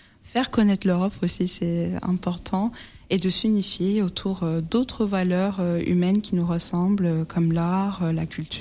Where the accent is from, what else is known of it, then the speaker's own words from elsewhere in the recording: Turkey; now in France; je suis d'origine turque et je considère que nous les Turcs, on est en Eurasie, donc on fait le pont entre l'Europe et l'Asie. Et je peux dire que je suis aussi européenne parce que je vis en France depuis actuellement 10 ans